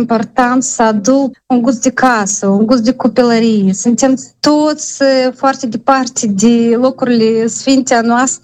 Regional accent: Moldova; moved away as an adult; now in Montreal, Canada; suntem moldoveni și de unde venim.

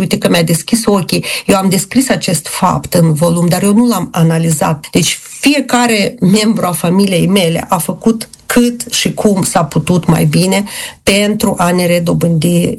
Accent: Moldova; accent: Moldovan; moved away; sunt româncă din Republica Moldova.

